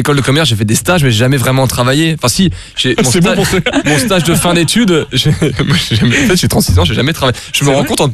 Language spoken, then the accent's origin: French; Mauritius; C'est vrai que je suis mauricien